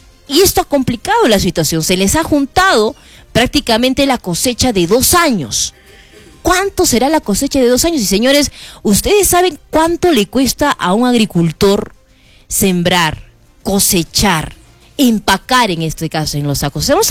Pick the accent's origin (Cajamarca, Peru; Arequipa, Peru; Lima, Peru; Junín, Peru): Arequipa, Peru; Desde nosotros como arequipeños